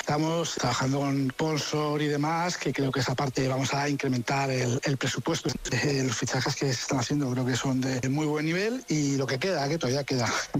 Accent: Alcorcón, Community of Madrid, Spain; yo soy de Alcorcón de toda la vida.

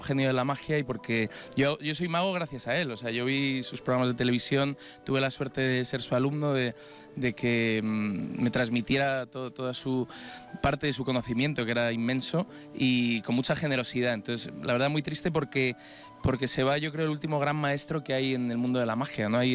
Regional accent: Spain

